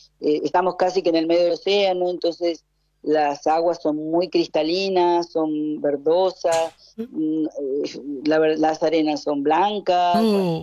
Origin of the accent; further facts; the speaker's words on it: Ensenada, Buenos Aires Province, Argentina; moved away as an adult; now in Cape Verde; Yo soy de Ensenada, nací en Ensenada.